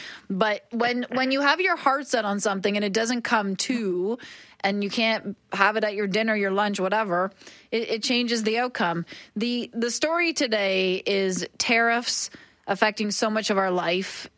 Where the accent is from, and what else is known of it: Ontario, Canada; accent: Ontario